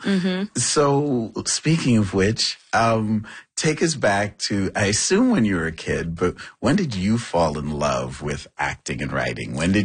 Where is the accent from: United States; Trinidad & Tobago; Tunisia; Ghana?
Trinidad & Tobago; No. I grew up in Trinidad.